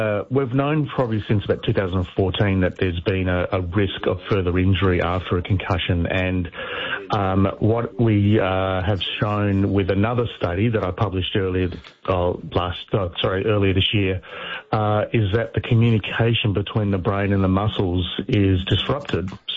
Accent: Perth, Western Australia, Australia; Well, I'm from Perth, so I have a soft spot for the West Coast Eagles.

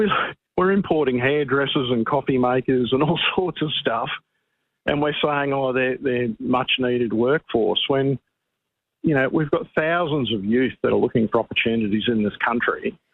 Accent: Australia; But I felt so deflated as an Australian citizen

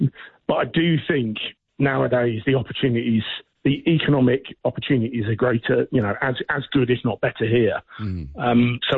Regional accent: Birmingham, West Midlands, United Kingdom; not to denigrate the home country, but, you know, I'm from Birmingham

